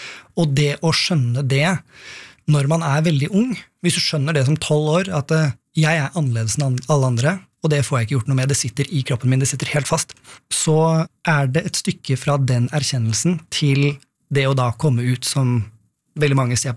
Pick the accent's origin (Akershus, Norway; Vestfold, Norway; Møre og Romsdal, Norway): Akershus, Norway; Oppegård; min opplevelse av å være ung homo i skapet på Oppegård, der jeg vokste opp